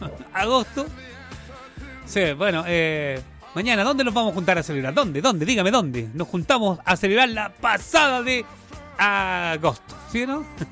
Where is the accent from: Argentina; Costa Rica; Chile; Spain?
Chile; ¿Sí o no? Así somos los chilenos.